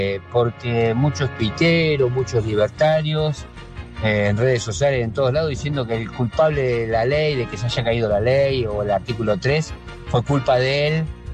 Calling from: Berazategui, Buenos Aires Province, Argentina; de Berazategui.

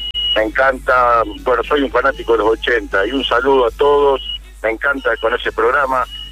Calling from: Cerodino, Argentina; Mirá, lo estoy escuchando, soy de Cerodino, estoy viajando a Rosario.

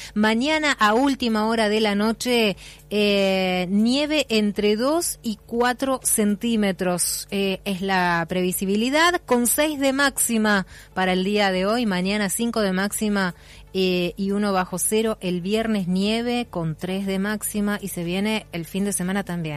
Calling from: Plotier, Neuquén, Argentina; Buen día, ¿cómo les va? … de Plotier, los veo y escucho todas las mañanas.

